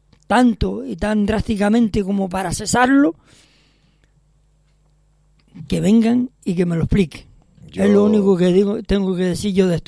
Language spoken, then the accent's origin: Spanish; Vega de San Mateo, Canary Islands, Spain; yo soy de San Mateo.